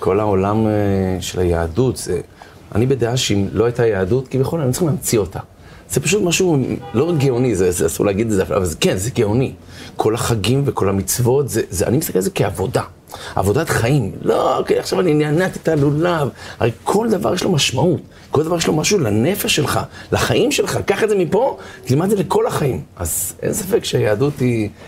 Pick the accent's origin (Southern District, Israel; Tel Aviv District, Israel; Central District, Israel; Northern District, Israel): Tel Aviv District, Israel; Herzliya; גם אני גדלתי בהרצליה.